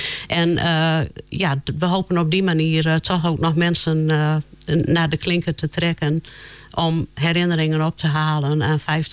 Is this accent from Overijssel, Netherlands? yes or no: no; Woldendorp, Groningen, Netherlands; born there; Ja, ik ben geboren in Woldendorp.